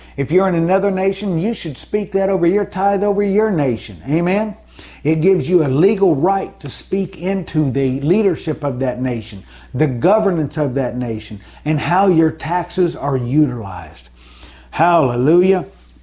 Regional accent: United States; I'm part of that system as an American.

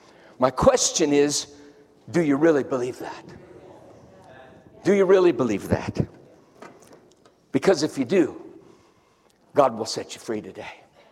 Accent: Denver, Colorado, United States; Well, I grew up in North Denver.

